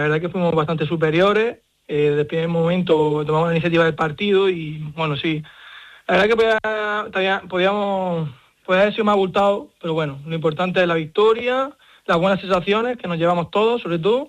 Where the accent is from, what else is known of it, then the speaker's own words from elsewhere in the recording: Almería, Andalusia, Spain; Al final llevo muchos años viviendo en Almería, soy de la Almería y pues la verdad que sí.